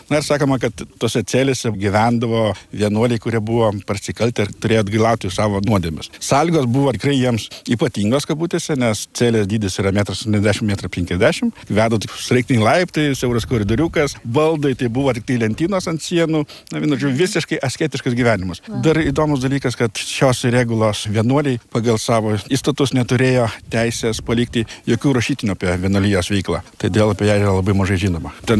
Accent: Rokiškis, Panevėžys County, Lithuania; Taip, gimęs ir augęs Rokiškyje. Šiuo metu gyvenu netoli Rokiškio, Bajorų kaime, ten porą kilometrų nuo jo.

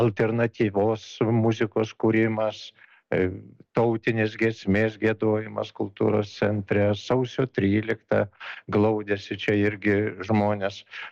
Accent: Šiauliai, Šiauliai County, Lithuania; pasididžiavimą, kad mes esam šiauliečiai, kad mes liečiamės prie kultūros

